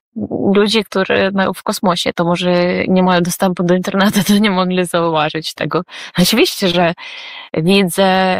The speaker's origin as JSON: {"language": "Polish", "country": "Ukraine", "second_language": "Polish", "said": "Jako Ukrainka, obywatelka, też plastunka, czyli harcerka, bo można powiedzieć po polsku"}